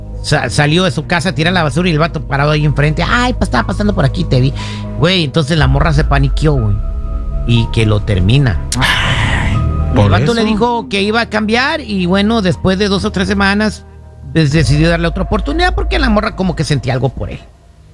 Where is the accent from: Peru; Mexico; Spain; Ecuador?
Mexico; Morelia, Michoacán; moved away; Nací aquí, pero crecí allá en Morelia, Michoacán, viví en la colonia Centro